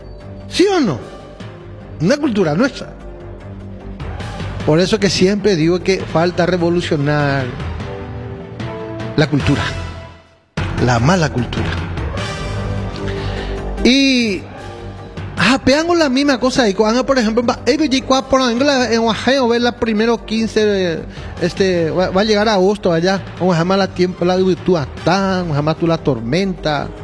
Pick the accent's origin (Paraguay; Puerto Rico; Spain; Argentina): Paraguay; nosotros como paraguayos tenemos una cultura muy arraigada y muy reconocida internacionalmente